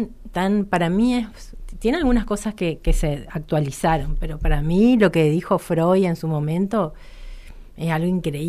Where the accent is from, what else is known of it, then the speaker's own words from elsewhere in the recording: Eldorado, Misiones, Argentina; Yo soy de El Dorado